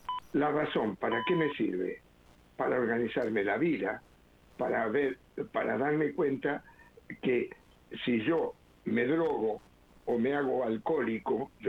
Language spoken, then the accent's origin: Spanish; Ciudadela, Buenos Aires Province, Argentina; now in Junín, Argentina; Nací en Capital, pero viví muchos años en Ciudadela, hasta que después me vine a Junín